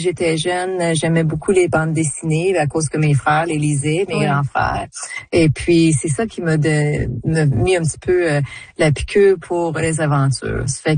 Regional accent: Quebec, Canada; Chez nous au Québec

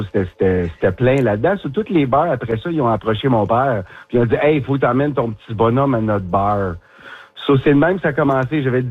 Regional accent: Smooth Rock Falls, Ontario, Canada; moved away as an adult; now in Ottawa, Canada; Je suis un petit gars du nord de l'Ontario, moi aussi. Je viens de Smooth Rock Falls, Ontario. Alors, pas trop loin de Sudbury. Et puis, j'ai resté là 21 ans avant de m'en venir dans le bout d'Ottawa.

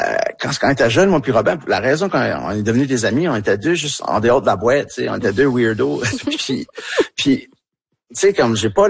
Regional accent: Tracadie, New Brunswick, Canada; accent: Tracadie

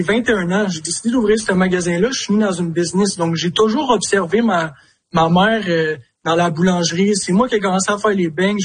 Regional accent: Montreal, Quebec, Canada; moved away as an adult; also born or lived in Montérégie; now in Bonaventure, Canada; je viens littéralement de Montréal. Donc, Montréal, Rive-Sud.

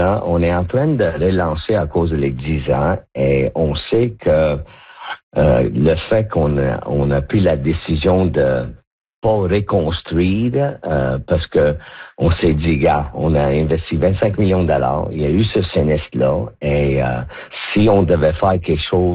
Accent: Quebec, Canada; parce que on est des Québécois. On a travaillé, c'est 65 ans qu'on est en business au Québec

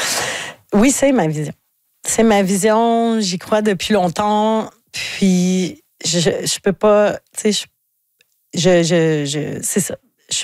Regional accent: Quebec, Canada; chez nous, dans le Bas-Saint-Laurent

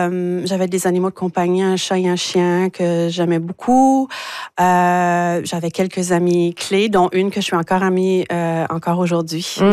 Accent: Caraquet, New Brunswick, Canada; also born or lived in Moncton; c'est toujours difficile quand les gens me demandent d'où je viens parce que je suis née à Moncton. Et de l'âge de 5 à 16 ans, j'étais à Caraquet.

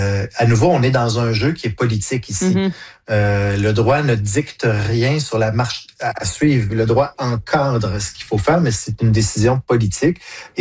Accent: Canada; chez nous au Canada, le délai qu'on a décidé, c'est un délai de 10 jours.

